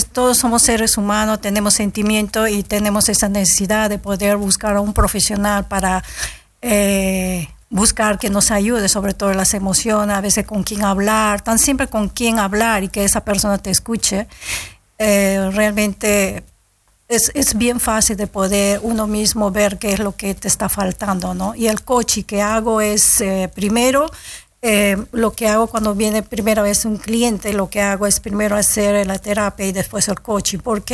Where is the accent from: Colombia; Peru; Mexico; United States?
Peru; moved away; Yo salí de Perú con $100, una mochila y mi Biblia.